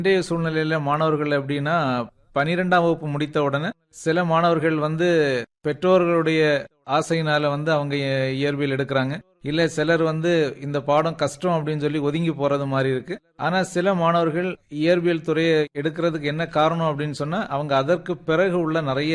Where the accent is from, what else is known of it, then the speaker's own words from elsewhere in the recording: Thirunainarkurichi, Tamil Nadu, India; என்னுடைய சொந்த ஊர் திருநெய்னார் குறிச்சி.